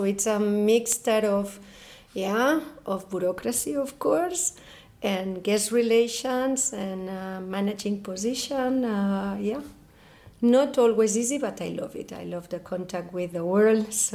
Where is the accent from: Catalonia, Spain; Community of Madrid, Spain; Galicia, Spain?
Catalonia, Spain; Barcelona; English is a second language; moved away as an adult; also born or lived in Italy / Copenhagen; now in Vienna, Austria; I'm coming from Barcelona. I'm 47 years old. I moved to Vienna 3 years ago. And, well, I lived in Italy many, many years, also in Copenhagen